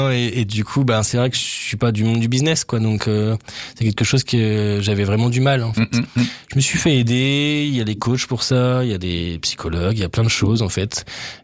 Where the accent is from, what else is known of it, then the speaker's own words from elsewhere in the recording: Reims, Grand Est, France; also born or lived in Lille; Et donc, quand je suis revenu de Lille, parce que bon, j'avais pas fait le tour, mais j'avais d'autres propositions sur Reims, et puis voilà, Reims, c'est ma terre natale.